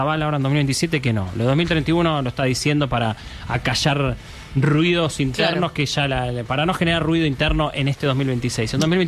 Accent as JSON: {"language": "Spanish", "country": "Argentina", "said": "No se trata de la mentira ni que los argentinos somos mentirosos. Somos pícaros."}